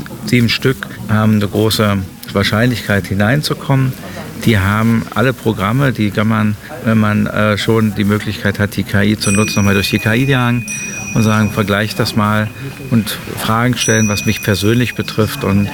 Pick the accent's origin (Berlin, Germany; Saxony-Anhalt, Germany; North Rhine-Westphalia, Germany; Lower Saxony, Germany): Saxony-Anhalt, Germany; Aschersleben